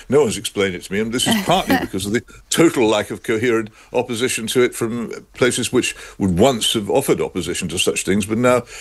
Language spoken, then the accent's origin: English; United Kingdom; I'm a British patriot.